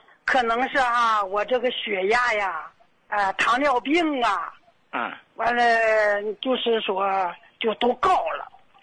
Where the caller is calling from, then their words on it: Dalian, Liaoning, China; 我是大连的。我今年70岁。我有三高。